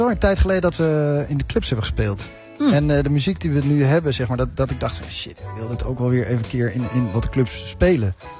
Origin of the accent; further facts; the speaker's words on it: Haarlem, North Holland, Netherlands; Nou, Haarlem is toevallig mijn thuisstad.